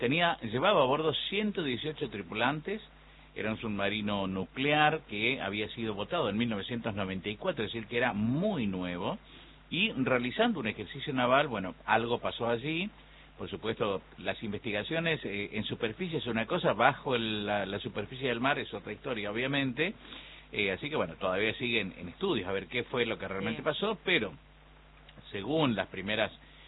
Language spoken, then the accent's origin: Spanish; Argentina; nos enorgullece como argentinos